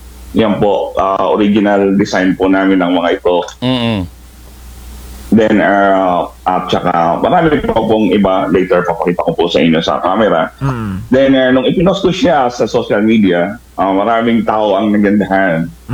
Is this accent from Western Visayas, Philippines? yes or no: no; Samal, Central Luzon, Philippines; born there; I was born here in Samal, Bataan.